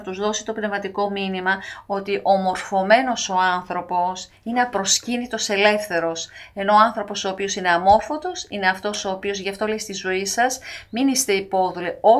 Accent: Greece; also born or lived in Pontus; στην Ελλάδα μάθαμε γράμματα. Στον Πόντο γεννηθήκαμε, αλλά εδώ στην Ελλάδα θα

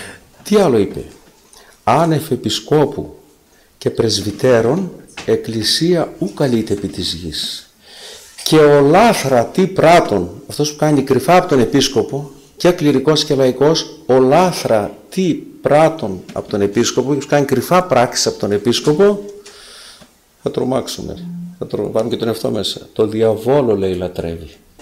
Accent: Greece; Σε εμάς τους Έλληνες.

